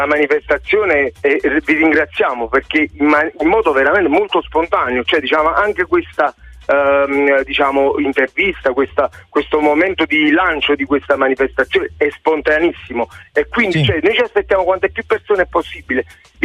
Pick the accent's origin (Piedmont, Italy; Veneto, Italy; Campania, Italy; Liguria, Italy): Campania, Italy; Naples